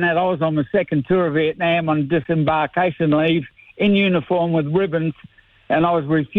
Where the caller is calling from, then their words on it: Molloy Island, Western Australia, Australia; Yeah, I'm calling you from West Australia. Wonderful. Yeah, a little place called Molloy Island.